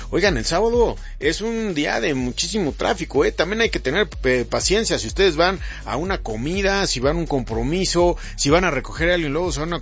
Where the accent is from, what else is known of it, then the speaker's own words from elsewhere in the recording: Mexico; demostrar esto que somos los mexicanos